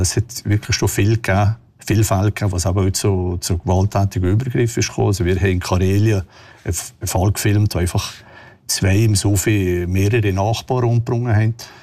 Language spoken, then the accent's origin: German; Switzerland; ich bin jetzt aus der Schweiz